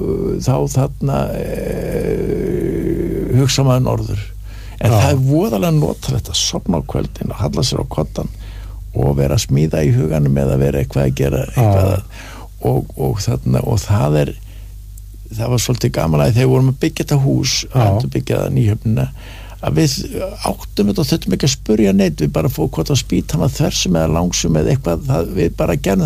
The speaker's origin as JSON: {"language": "Icelandic", "town": "Kópasker", "region": "Northeastern Region", "country": "Iceland", "tie": "born or raised there", "also_born_or_lived": "Keflavík / Bifröst / Hafnarfjörður", "lives_now": "Reykjavík, Iceland", "said": "fer síðan á Kópasker, á mínar heimaslóðir og þar skólastjóri 2 ár svo flutti ég suður Keflavíkur og svo upp í Bifröst í Borgarfirði"}